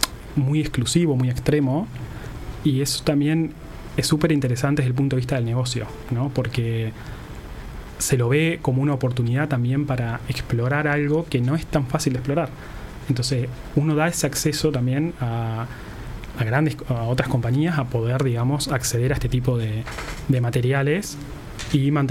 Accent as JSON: {"language": "Spanish", "region": "Florida", "country": "Uruguay", "said": "Sí, Florida, sí."}